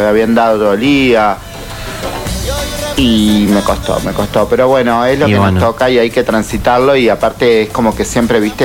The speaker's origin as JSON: {"language": "Spanish", "country": "Argentina"}